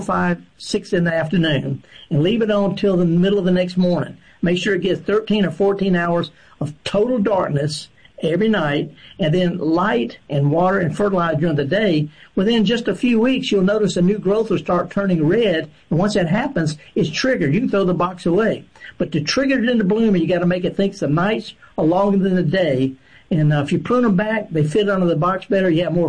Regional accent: Woodville, Mississippi, United States; Oh, yeah. I'm from the Delta, Woodville.

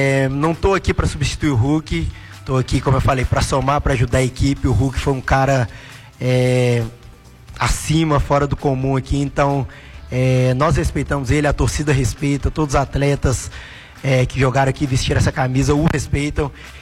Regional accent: Belo Horizonte, Minas Gerais, Brazil; moved away; eu sou daqui de Belo Horizonte, estava aqui na base

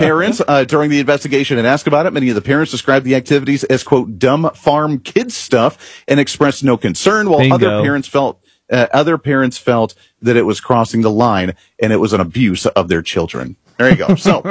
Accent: Ohio, United States; I grew up in the Ohio area where we had about 10 apple trees.

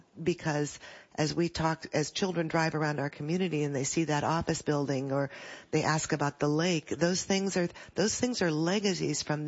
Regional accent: Decatur, Illinois, United States; I'm from Decatur.

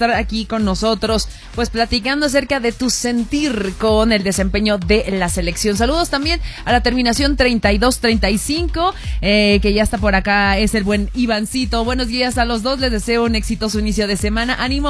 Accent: Mexico; Pero me encanta como somos los mexicanos, ¿no?

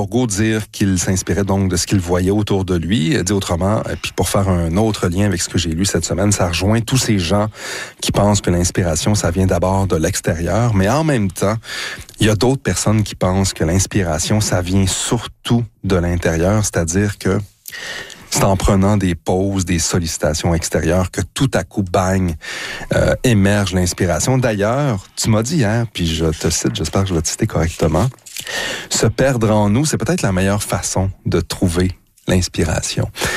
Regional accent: Drummondville, Quebec, Canada; born or raised there

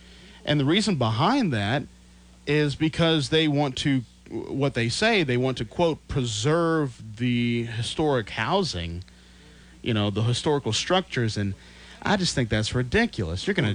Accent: United States; as an American

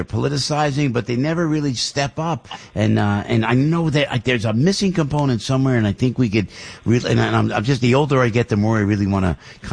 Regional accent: Passaic, New Jersey, United States; born there; I go to Paterson, New Jersey, man. I was born in Passaic, New Jersey, right next door, you know? Family grew up in Newark, New Jersey.

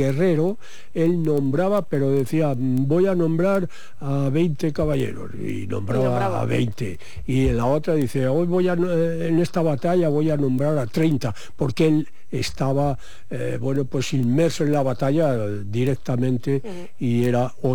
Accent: Valladolid, Castile and León, Spain; somos 89 en verdad, que somos de aquí, de Valladolid, de Medina y comarca

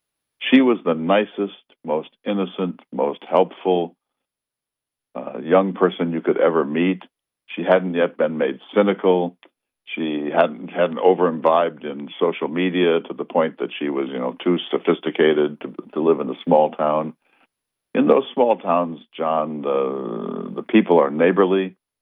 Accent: Bismarck, North Dakota, United States; I'm from Bismarck

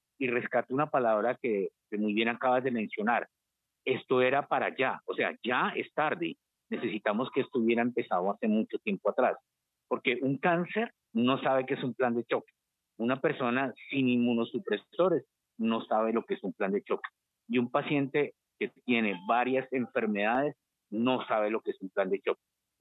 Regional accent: Colombia; a nosotros como colombianos y como usuarios no nos debería preocupar.

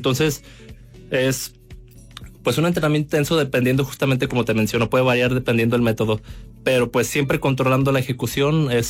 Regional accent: León, Guanajuato, Mexico

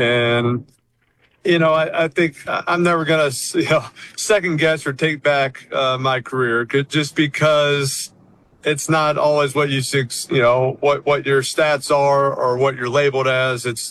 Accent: New Orleans, Louisiana, United States; I grew up in New Orleans. I knew what a parade was. I've kind of seen Mardi Gras and thought that was crazy.

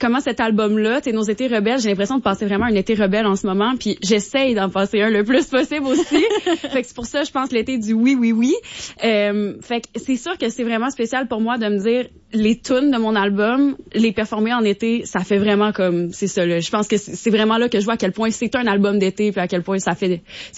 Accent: Rimouski, Quebec, Canada; C'est pour vrai, ben, tu sais ça, je viens de Rimouski. Pour moi, c'est tellement un bonheur de venir jouer chez nous

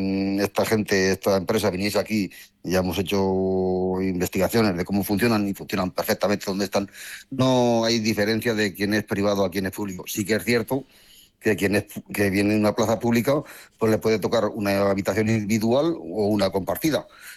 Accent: Castilla-La Mancha, Spain; Mi pueblo, somos privilegiados. Yo creo que no hay nadie en el paro, ¿vale? No creo que no hay nadie en el paro porque estamos cerquita, hasta 9 kilómetros de Motilla

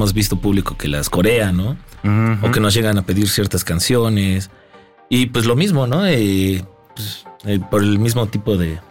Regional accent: Mexico; first language Spanish; somos mexicanos, esa es nuestra habla

